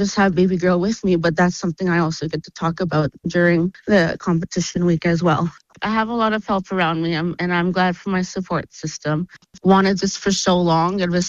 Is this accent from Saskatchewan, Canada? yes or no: yes; Sandy Bay, Saskatchewan, Canada; I'm from Sandy Bay, Saskatchewan.